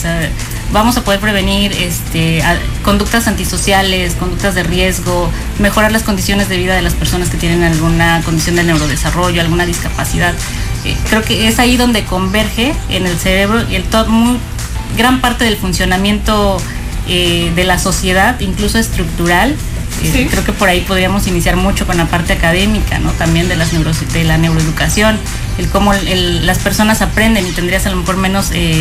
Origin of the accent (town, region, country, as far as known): Mexico